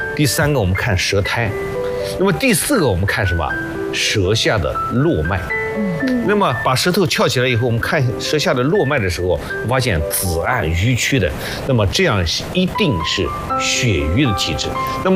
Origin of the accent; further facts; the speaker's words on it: China; 所以湿气对我们中国人来说，就每个人都可以去祛湿。